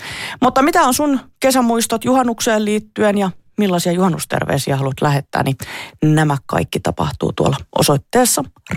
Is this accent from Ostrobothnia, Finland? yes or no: no; Rovaniemi, Lapland, Finland; moved away; Ei meillä Rovaniemellä siihen aikaan mitään kokkoja polteltu, kun yötön yö oli käsillä.